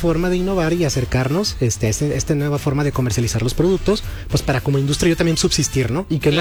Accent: Mexico; somos 130 millones de habitantes

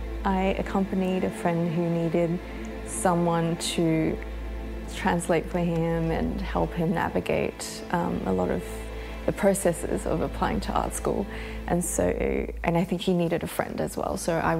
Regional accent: New Zealand; also born or lived in Taiwan; now in Australia; I was born in Taiwan, grew up in New Zealand, and spent most of my life here in Australia.

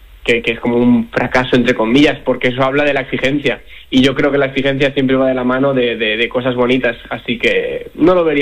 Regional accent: Bilbao, Basque Country, Spain; soy de Bilbao

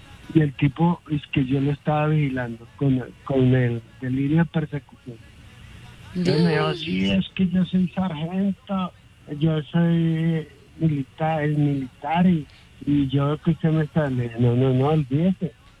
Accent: Ibagué, Tolima, Colombia; also born or lived in Girardot; Vivía ya harto tiempo. Soy de Ibagué.

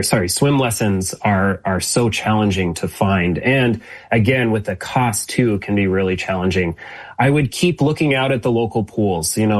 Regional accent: Federal Way, Washington, United States; I grew up in Federal Way, and I just absolutely love the community of the south end of Seattle.

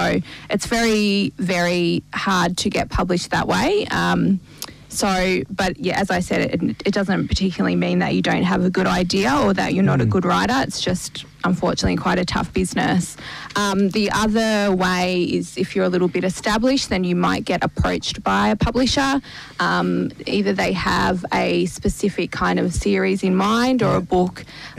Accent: Australia; Okay, well, I am an Australian author

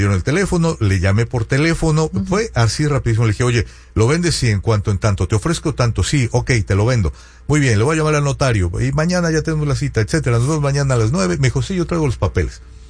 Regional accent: Sonora, Mexico; born or raised there

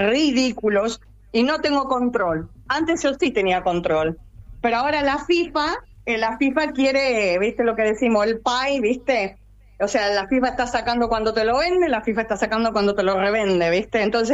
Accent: Argentina; now in United States; sabemos cómo somos los argentinos

